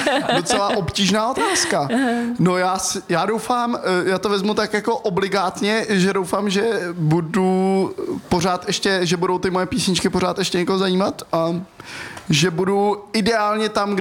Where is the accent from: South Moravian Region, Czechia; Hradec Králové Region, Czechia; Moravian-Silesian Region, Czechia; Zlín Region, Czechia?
Hradec Králové Region, Czechia; Hradec Králové; že jsem Hradečák